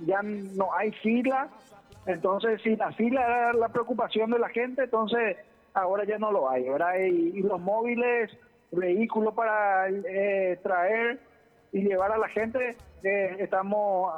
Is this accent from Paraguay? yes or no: yes; Paraguay; peñan de deber como paraguayo.